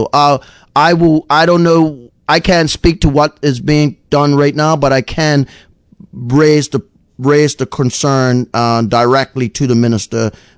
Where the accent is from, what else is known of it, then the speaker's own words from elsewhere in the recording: Southampton Parish, Southampton, Bermuda; born there; I'm kind of partial to Southampton because I was born in Southampton, so I'm a Granite Bay Heights boy through first and foremost.